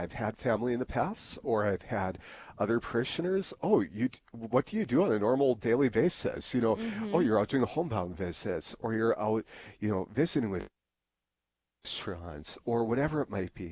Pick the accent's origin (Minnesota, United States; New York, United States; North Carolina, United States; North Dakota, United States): North Dakota, United States; Harvey; you know, I grew up in Harvey, North Dakota. My mother and stepfather live north of Animus.